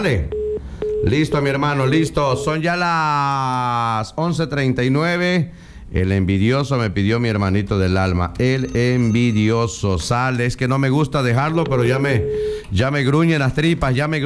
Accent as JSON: {"language": "Spanish", "area": "Chapultenango", "region": "Chiapas", "country": "Mexico", "moved": "yes", "said": "allá con toda mi gente de Chapultenango, Chiapas."}